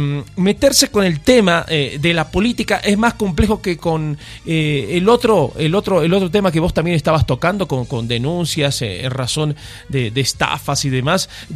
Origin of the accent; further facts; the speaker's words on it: Bolivia; born there; somos bolivianos todos, hemos nacido acá